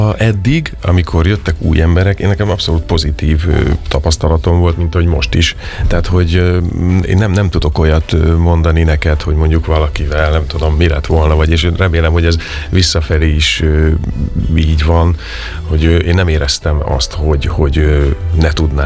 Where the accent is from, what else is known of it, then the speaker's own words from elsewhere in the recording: Debrecen, Hajdú-Bihar, Hungary; moved away as an adult; én debreceni vagyok